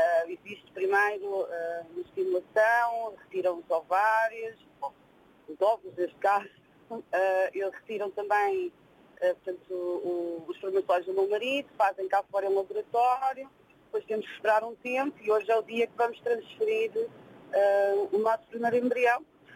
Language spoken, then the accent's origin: Portuguese; Sobral de Monte Agraço, Lisbon, Portugal; Sim, somos de Sobral de Monte Graço, mas vamos para Coimbra porque foi onde conseguimos o processo do Sistema Nacional de Saúde mais rápido.